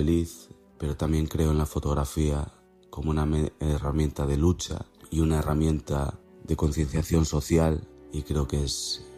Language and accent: Spanish; Galicia, Spain; llevo trabajando más de 15 años, sobre todo en mi tierra, en Galicia.